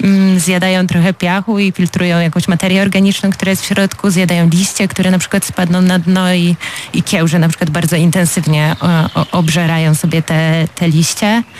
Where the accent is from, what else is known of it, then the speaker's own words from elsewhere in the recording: Polish coast, Poland; Ja jestem z nadmorza.